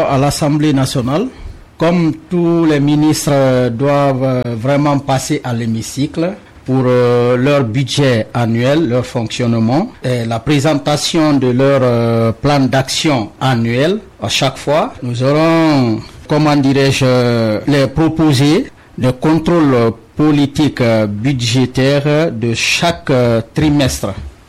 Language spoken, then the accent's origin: French; Guinea; j'appartiens à la Guinée